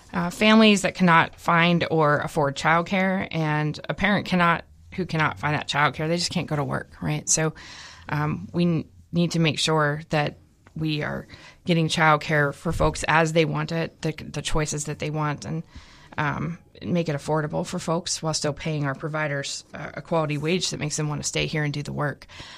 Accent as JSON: {"language": "English", "region": "West Virginia", "country": "United States", "tie": "born or raised there", "moved": "as an adult", "lives_now": "Bagley, Minnesota, United States", "said": "I grew up in West Virginia in a town that's a little bit smaller than Bagley. I don't think it has a traffic light still."}